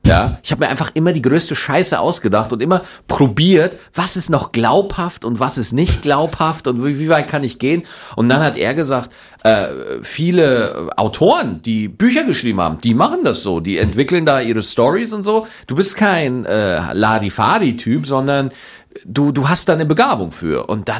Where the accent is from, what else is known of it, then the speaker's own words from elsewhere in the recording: Schwarzach, Bavaria, Germany; Also ich bin in Schwarzach zur Schule gegangen, also es ist wirklich ein bayerisches Dorf.